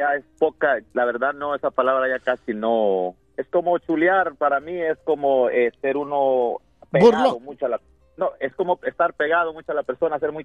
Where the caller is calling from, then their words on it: El Salvador; Del Salvador.